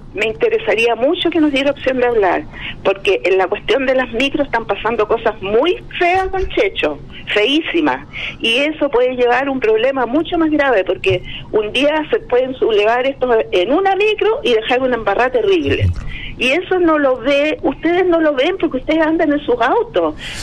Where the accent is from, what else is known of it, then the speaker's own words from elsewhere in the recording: Santiago, Santiago Metropolitan Region, Chile; Nacida y criada en Las Galias, llegar a Rodrigo de Araya.